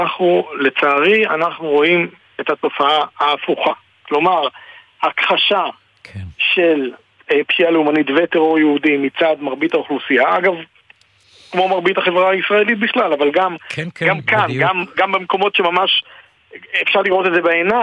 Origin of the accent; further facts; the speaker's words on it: Judea and Samaria Area, Israel; אני זוכר את המסיק הראשון שלי כילד בשומרון